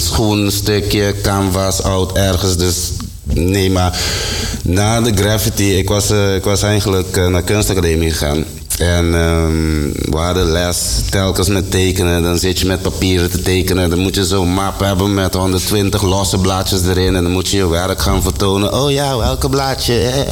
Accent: Curaçao; born there; ik ben op Curaçao geboren. En mijn vader is Nederlander, mijn moeder was Antilliaans.

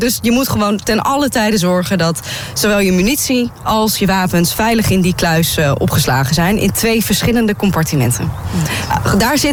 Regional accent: Gelderland, Netherlands; born or raised there

